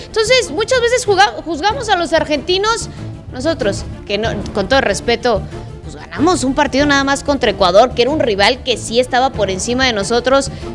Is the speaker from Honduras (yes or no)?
no; Mexico; te lo digo como mexicana